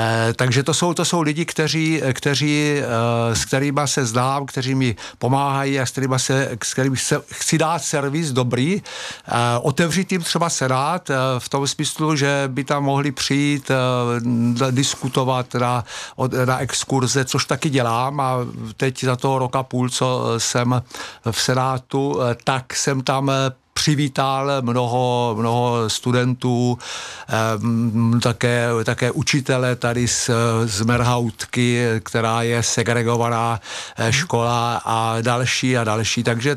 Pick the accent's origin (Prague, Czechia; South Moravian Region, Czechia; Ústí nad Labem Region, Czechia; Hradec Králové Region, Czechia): South Moravian Region, Czechia; Brno; od malička, od narození žiji v Brně, pracuji v Brně